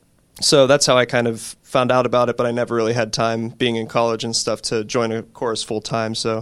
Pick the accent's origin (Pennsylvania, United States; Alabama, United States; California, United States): Pennsylvania, United States; North Huntingdon; now in Dormont, United States; I'm singing baritone today. I'm originally from North Huntingdon, Pennsylvania, and I currently live in Dormont.